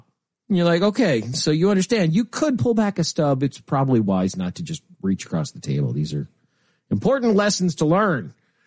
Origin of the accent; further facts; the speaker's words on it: Midwest, United States; and obviously I've been to Chicago a ton of times because I was in the Navy, but I'm from the Midwest.